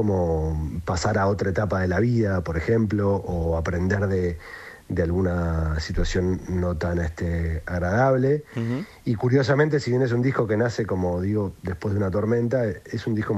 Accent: Bella Vista, Buenos Aires Province, Argentina; Yo me crié en Bellavista, provincia de Buenos Aires, que es zona noroeste, digamos, en el partido de San Miguel.

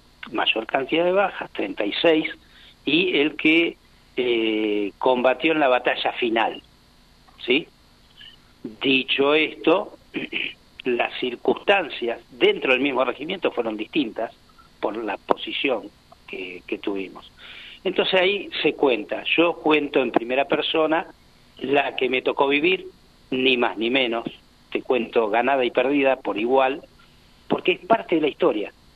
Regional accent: Buenos Aires Province, Argentina; yo vengo de la provincia de Buenos Aires, y en muchos lados se habla de Malvinas así someramente, sin conocimiento.

